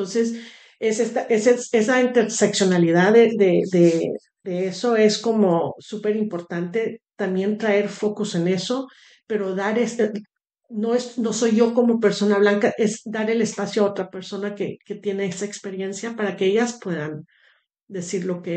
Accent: Denmark; Entonces yo hablo con la perspectiva de que yo soy blanca, danesa, con ese privilegio, ¿no?

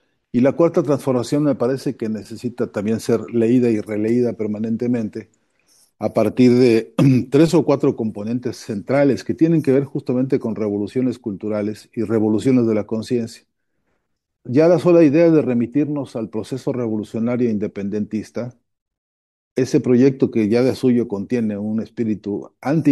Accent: Mexico; soy mexicano

